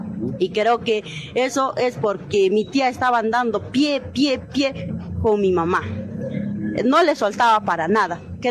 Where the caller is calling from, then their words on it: Huasahuasi, Junín, Peru; de mi pueblo, que somos nosotros, somos guasaguacinos